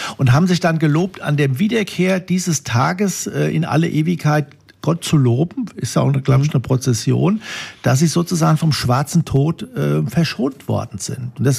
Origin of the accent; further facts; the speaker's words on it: Hesse, Germany; also ich komme aus dem Taunus, da ist das jetzt nicht so eine dolle Sache mit der Fasnacht